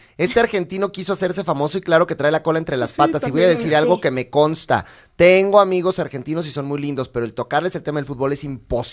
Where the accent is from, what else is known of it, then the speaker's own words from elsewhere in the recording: Mexico; Y eso no somos todos los mexicanos.